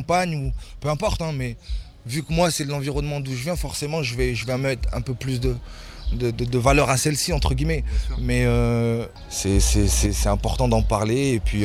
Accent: Vénissieux, Auvergne-Rhône-Alpes, France; also born or lived in Montpellier; J'ai grandi à Vénissieux-les-Minguettes, plus particulièrement, après dans plusieurs villes, à Montpellier aussi

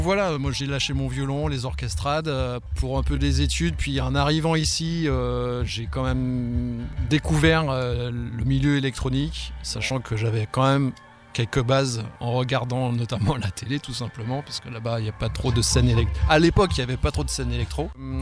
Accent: Guadeloupe; moved away as an adult; depuis que je suis arrivé ici, en réalité, depuis les années, début des années 2000. Mais j'ai grandi en Guadeloupe

